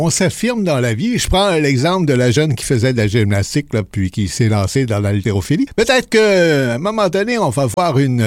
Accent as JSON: {"language": "French", "region": "Atlantic Canada", "country": "Canada", "said": "chez nous en Atlantique"}